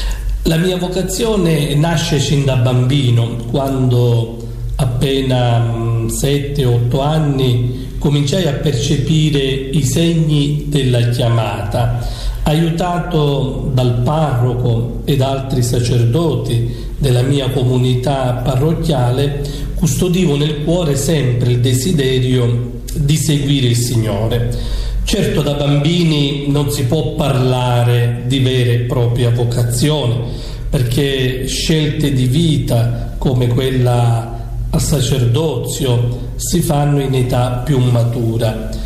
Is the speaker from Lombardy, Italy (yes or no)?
no; Sicily, Italy; perché provengo dalla diocesi di Acerriale.